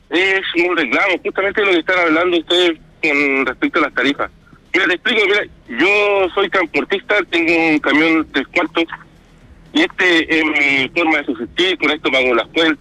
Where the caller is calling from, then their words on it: Chile; Me tomé con la sorpresa que vengo desde Placilla